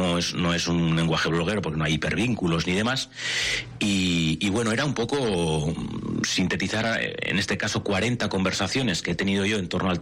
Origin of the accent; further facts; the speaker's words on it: Biscay, Basque Country, Spain; now in Seville, Spain; soy vizcaíno, vivo en Sevilla